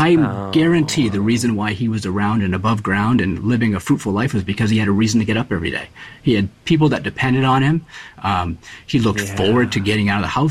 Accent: Biddeford, Maine, United States; My father, I grew up in the Biddeford area, and my father was a banker for 42 years.

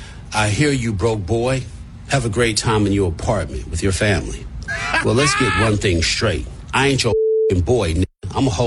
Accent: Oakland, California, United States; Well, motherfucker, I'm from Oakland, California

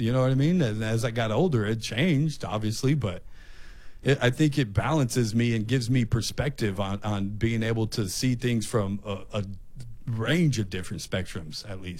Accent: United States; I took my daughter back to where I grew up in the neighborhood on South J in between South Gate and Wilson, where I grew up, and how that's hood, and my dad's street over on Balboa adjacent to South High School.

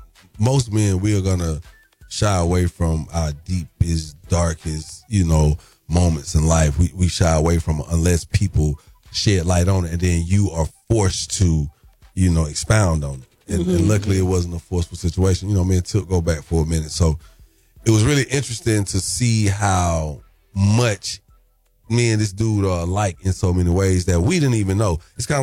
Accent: Atlanta, Georgia, United States; Oh, no, girl. … from Atlanta. Quit playing.

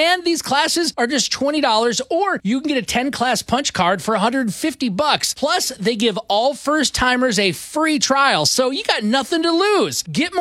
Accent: Michigan, United States; I grew up in Michigan.

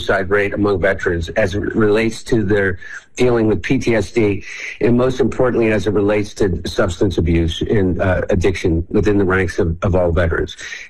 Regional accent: United States; Look, I'm an American. I truly, truly want whoever is our president to succeed

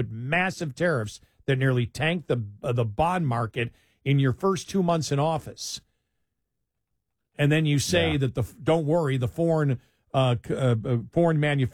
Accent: Buffalo, New York, United States; born or raised there

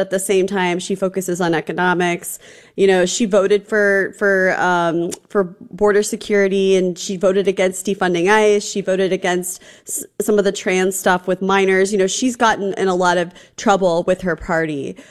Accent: Missouri, United States; Josh Hawley. We're both from Missouri.

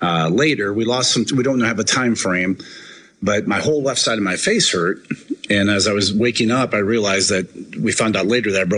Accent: Iowa, United States; I grew up in Northeast Iowa where wrestling is a religion.

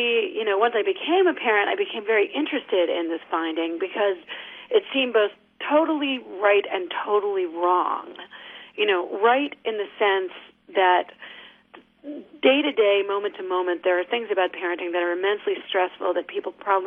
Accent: New York, United States; I love New York. I'm from New York.

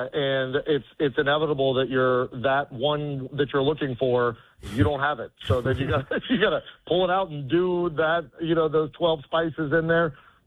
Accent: West Virginia, United States; that was one of the things that I looked forward to every summer growing up in West Virginia

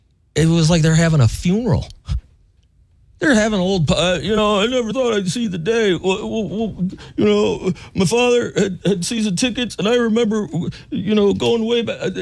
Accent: Chicago, Illinois, United States; I think even as a Chicagoan

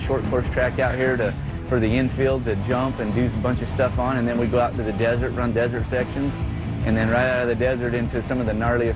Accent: Lakeside, Arizona, United States; I'm from Lakeside, Arizona.

